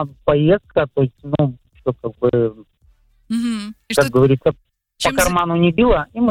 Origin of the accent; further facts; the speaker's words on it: Kandalaksha, Murmansk Oblast, Russia; А, Мурманская область, Кандалакша.